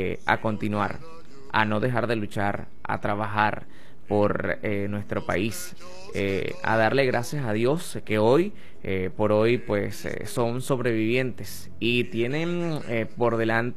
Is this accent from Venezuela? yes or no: yes; Venezuela